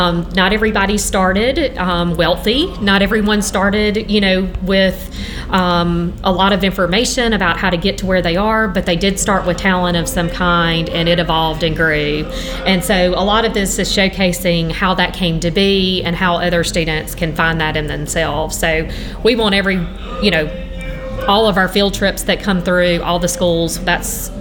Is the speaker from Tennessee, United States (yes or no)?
no; Mississippi, United States